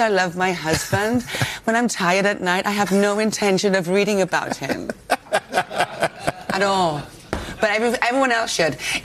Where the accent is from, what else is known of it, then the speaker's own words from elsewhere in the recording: Wales, United Kingdom; Jackie Price is Welsh. Not only is she Welsh, she's from my hometown.